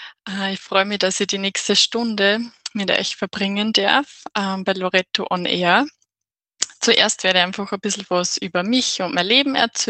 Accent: Michaelnbach, Upper Austria, Austria; moved away as an adult; also born or lived in Linz; now in Switzerland; ich bin 27 Jahre und bin gebürtig aus Michaelenbach. Das ist im Bezirk Christkirchen in Oberösterreich. Und bin dort aufgewachsen, habe auch meine Jugendzeit dort verbracht

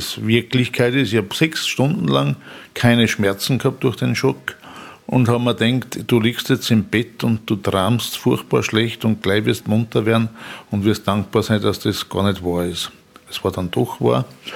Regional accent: Upper Austria, Austria; aber wenn ich in meine Heimat fahre, da fängt dann der Kobernausserwald an und so, da wird schon sehr hügelig und waldig.

